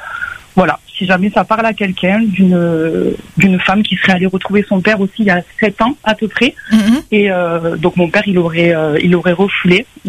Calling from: Metropolitan France, France; Je vous appelle de Métropole.

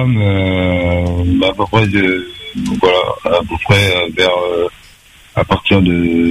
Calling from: Saint-Pierre, Réunion; j'habite à Saint-Pierre.

